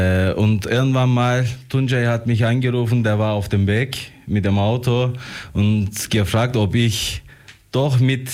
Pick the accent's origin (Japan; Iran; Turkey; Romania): Turkey; Bursa; moved away as an adult; now in Ulm, Germany; ich bin in Bursa geboren und gewachsen.